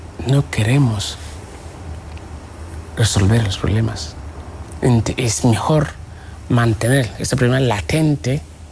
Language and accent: Spanish; Peru; Y soy peruano. Mi padre es peruano, mi abuelo es peruano.